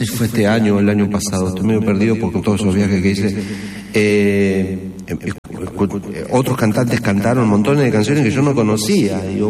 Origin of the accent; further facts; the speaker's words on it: Moreno, Buenos Aires Province, Argentina; mis hermanos me dicen, pero si vos sos más de Capital que de acá, de Moreno, pues yo soy de Moreno.